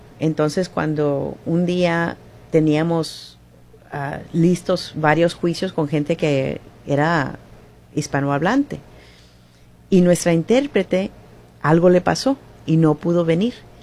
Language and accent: Spanish; Mexico; now in United States; siendo una persona mexicana y una mujer